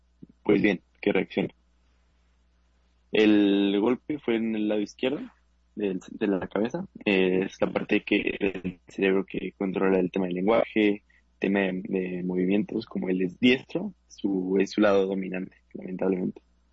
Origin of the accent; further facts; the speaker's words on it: Toluca, State of Mexico, Mexico; Mira, nosotros somos de Toluca.